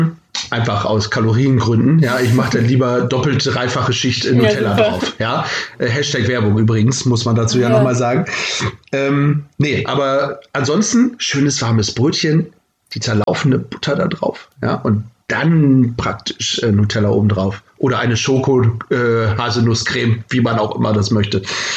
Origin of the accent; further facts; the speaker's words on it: Osnabrück, Lower Saxony, Germany; now in Hannover, Germany; Also Heimat ja. Stadt Hannover und Heimat Stadt Osnabrück.